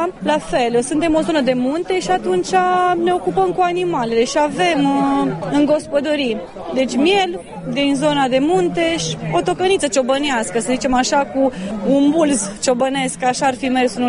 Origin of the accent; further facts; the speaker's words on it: Băișoara, Vâlcea County, Romania; suntem din Băișoara, județul Vâlcea.